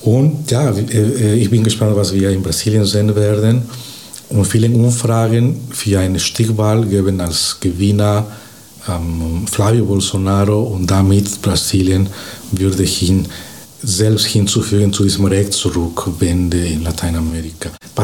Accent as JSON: {"language": "German", "country": "Bolivia", "moved": "as an adult", "lives_now": "Rostock, Germany", "said": "in Bolivien, das Land, wo ich herkomme, habe ich in Bolivien Politikwissenschaft auch in meinem Bachelor studiert und dort lang, also 6 Jahre im öffentlichen Dienst gearbeitet."}